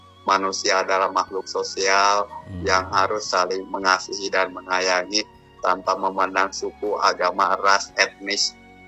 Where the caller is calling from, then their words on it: Indonesia; saya cuma taunya bahasa Indonesia gitu loh Pak. Kan saya asli orang Indonesia, bukan orang yang dari tanah gurun pasir sana